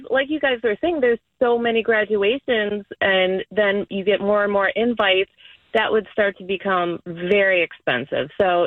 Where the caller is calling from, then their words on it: Kent Island, Maryland, United States; I'm calling from Kent Islands.